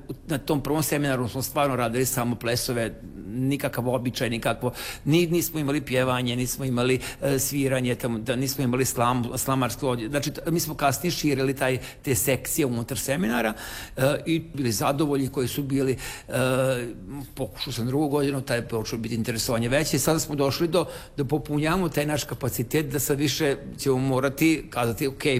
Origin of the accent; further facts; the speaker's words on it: Tavankut, Vojvodina, Serbia; Ja sam iz Vojvodine, selo Tavanku kod Subotice